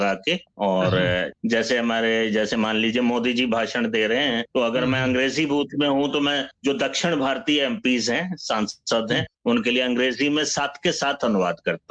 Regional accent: Amritsar, Punjab, India; born there; moved away as an adult; also born or lived in Patna, Bihar / Munger, Bihar / Bhagalpur, Bihar; now in Delhi, India; भागलपुर में बचपन बीता, और उसके बाद जब मैं 10 वर्ष का था तो पिताजी अमृतसर आ गए पंजाब में, और तब से वहीं रहा, बड़ा हुआ, फिर उसके बाद दिल्ली में जॉब लग गई तो दिल्ली आ गया।

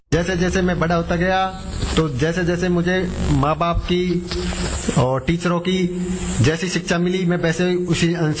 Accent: Karauli district, Rajasthan, India; moved away as an adult; also born or lived in Barmer; now in Sirohi, India; और मैं proper Karauli district से हूँ।

